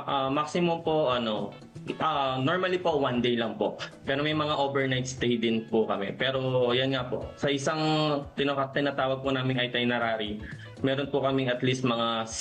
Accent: Bulacan, Philippines; Dito po, sa Tigabulacan po ako.

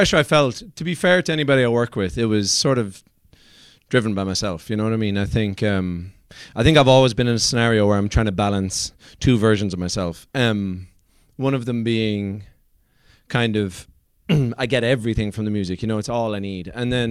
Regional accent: Ireland; accent: Irish

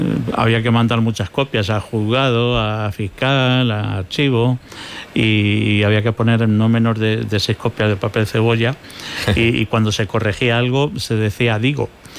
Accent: Alcázar de San Juan, Castilla-La Mancha, Spain; yo soy de Alcázar de San Juan, que es un pueblo de tradición ferroviaria.

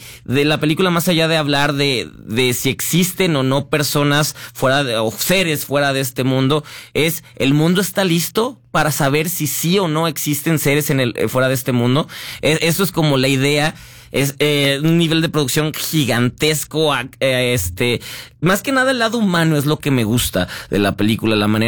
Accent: Guadalajara, Jalisco, Mexico; Yo soy Chivas porque soy tapatío.

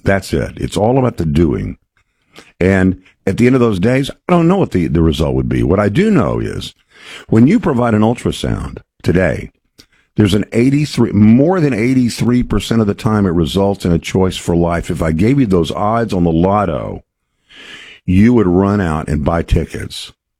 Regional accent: Texas, United States; Texas, very, very conservative on this issue, my home state

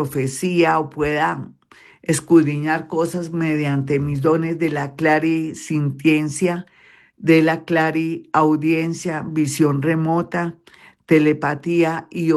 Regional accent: Bogotá, Colombia; yo que soy de Bogotá

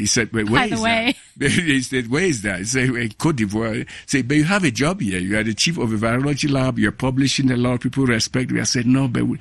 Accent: Cameroon; born there; I was born in Cameroon, and the education system in Cameroon at that time was very forward-leaning.

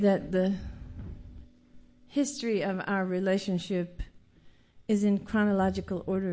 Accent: Tennessee, United States; I grew up in West Tennessee.

